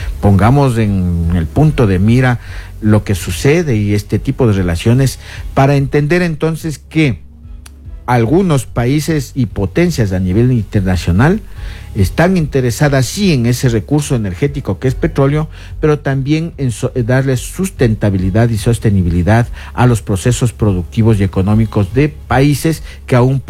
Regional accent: Ecuador

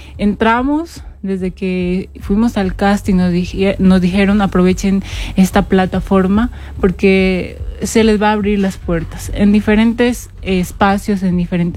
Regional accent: Imbabura, Ecuador; me siento muy orgullosa de mis raíces, de mi provincia, de mi tierra

